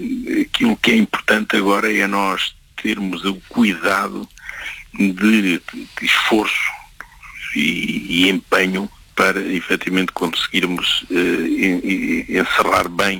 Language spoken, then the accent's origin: Portuguese; Portugal; porque naturalmente somos portugueses, somos dirigentes empresariais, dirigentes associativos